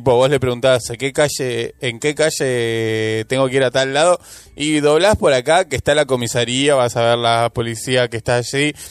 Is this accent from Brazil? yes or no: no; Argentina; Pero es, como somos argentinos, sabemos todo, ¿entendés?